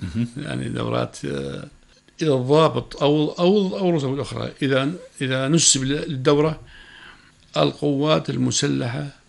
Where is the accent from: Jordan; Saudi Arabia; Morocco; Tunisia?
Jordan; لأني أردني